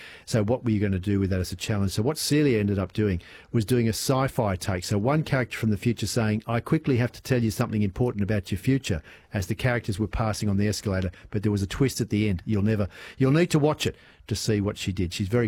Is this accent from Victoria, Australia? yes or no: no; Sydney, New South Wales, Australia; When we grew up in Sydney, and there at Warringah Mall down there on the northern beaches